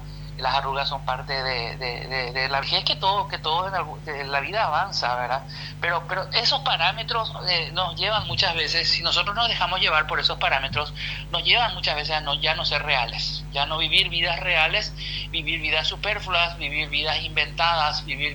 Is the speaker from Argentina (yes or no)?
no; Paraguay; nosotros como paraguayos somos muy de la cultura del sí, sí